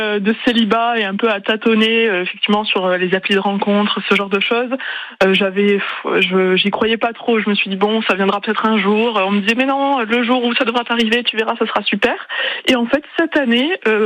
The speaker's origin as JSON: {"language": "French", "town": "Toulouse", "region": "Occitanie", "country": "France", "lives_now": "Saint-Étienne, France", "said": "Non, moi je suis toulousaine, mais effectivement mon amoureux vit à Saint-Étienne"}